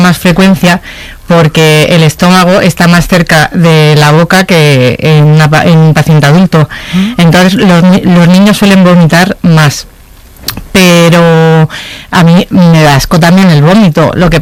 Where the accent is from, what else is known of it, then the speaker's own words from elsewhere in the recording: Madrid, Community of Madrid, Spain; Perfecto. Y porque soy de Madrid.